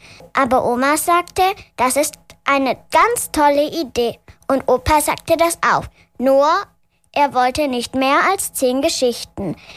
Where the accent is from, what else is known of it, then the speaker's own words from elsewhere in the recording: Dornhan, Baden-Württemberg, Germany; bin 8 Jahre alt. Ich komme aus Dornhahn.